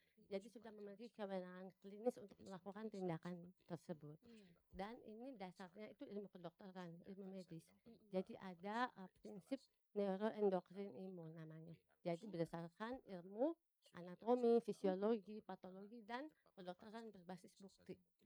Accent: Kupang, East Nusa Tenggara, Indonesia; kembali ke Kupang ya. Saya anak daerah asli Kupang.

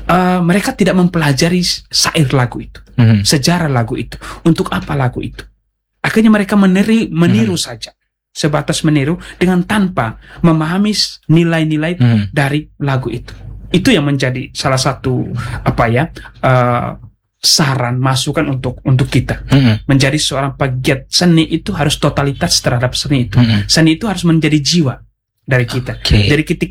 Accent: East Nusa Tenggara, Indonesia; Kalau misalnya kita orang Dawan kemudian orang Timur itu biasanya apa ya, bahasanya pelan, santun

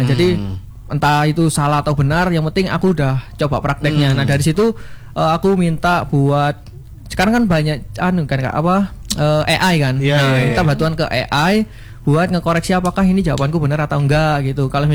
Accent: Pasuruan, East Java, Indonesia; Kalau aku aslinya orang Pasuruan.

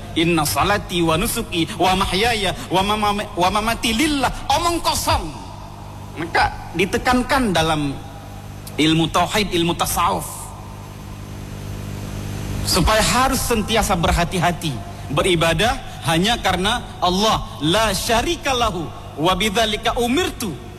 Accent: Aceh, Indonesia; Khususnya kita orang Aceh

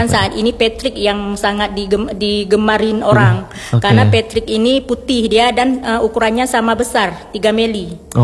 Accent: Aceh, Indonesia; Ada produk unggulnya di daerah kita Aceh, ada produk unggulnya itu tudung saji.

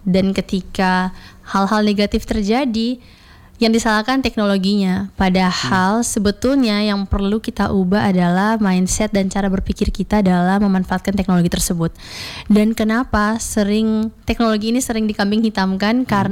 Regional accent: East Nusa Tenggara, Indonesia; Karena aku besar di NTT

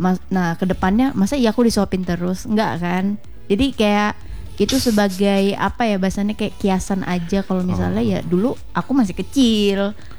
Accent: North Sumatra, Indonesia; Apalagi aku suku Batak kan, biasanya Batak itu kuat.

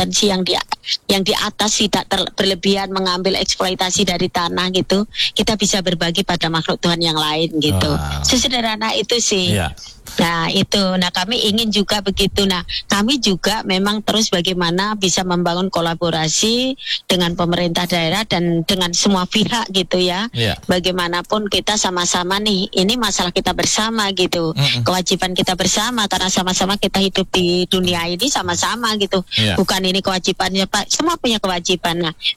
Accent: Sleman, Special Region of Yogyakarta, Indonesia; born there; kami lahir di Sleman ini, di daerah yang kasmen tangkapan airnya itu masih bagus.

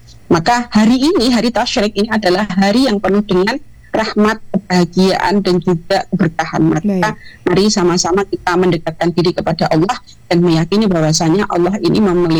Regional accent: Sumatra, Indonesia; padahal saya ini orang Sumatera Mbak Satya

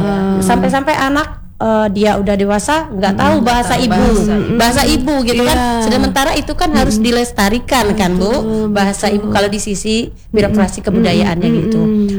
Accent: Bengkulu, Indonesia; Nah terus aku orang Rejang.

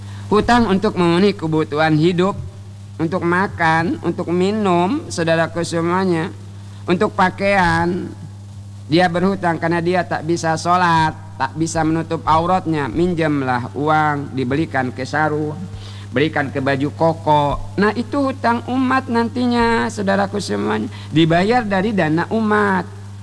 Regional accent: Bangka Belitung Islands, Indonesia; kata kita orang Bangka

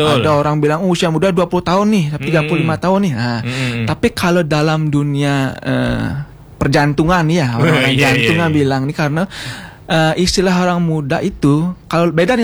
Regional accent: Singaraja, Bali, Indonesia; Ya, aku asli Singaraja.

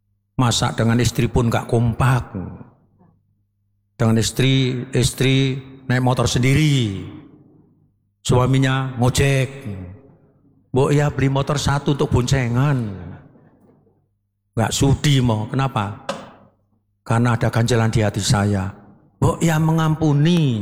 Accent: Bogor, West Java, Indonesia; kita sebagai orang Bogor

